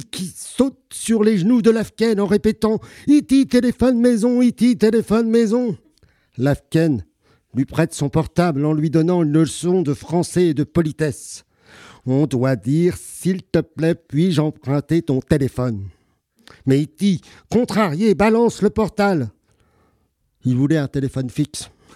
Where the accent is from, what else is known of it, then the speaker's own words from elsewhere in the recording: Caen, Normandy, France; born there; comme je suis né à Caen